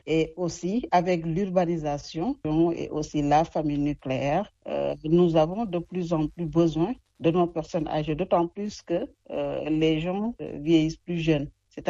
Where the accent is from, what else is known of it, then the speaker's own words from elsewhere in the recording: Senegal; Mais ici, chez nous au Sénégal